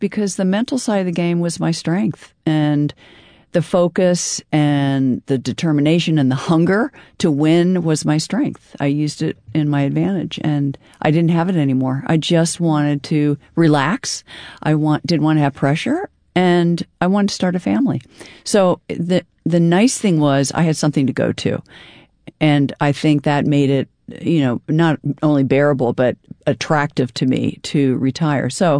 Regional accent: United States; I came from America.

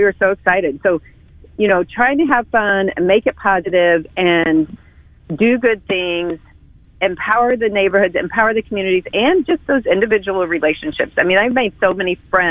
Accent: Springfield, Missouri, United States; And I grew up in Springfield, Missouri.

